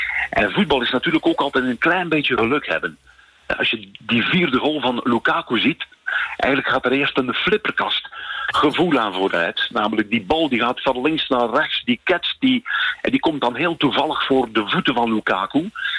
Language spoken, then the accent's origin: Dutch; Ghent, East Flanders, Belgium; En ik kom ook uit de streek. Ik kom uit de streek van Gent.